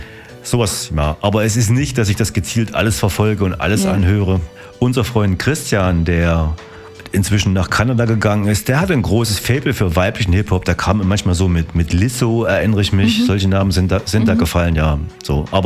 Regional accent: Apolda, Thuringia, Germany; sogar, ich komme eigentlich aus Apolda. Es gab da sogar eine Breakdance-Crew, die Kramon City Dancers.

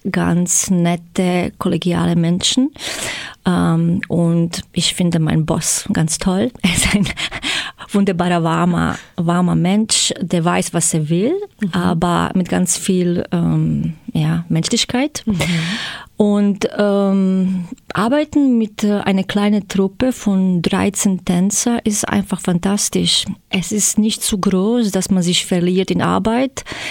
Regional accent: Zagreb, City of Zagreb, Croatia; German is a second language; moved away as an adult; now in Germany; Okay, ich komme aus Kroatien, in Zagreb geboren. Und ja, hier zugezogen in August, vor einem Monat jetzt.

